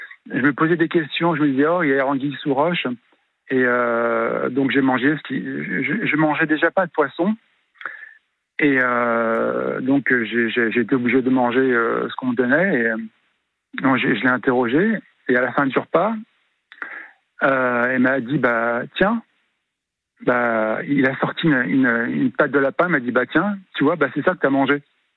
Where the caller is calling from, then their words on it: Paris, Île-de-France, France; Je vis à Paris.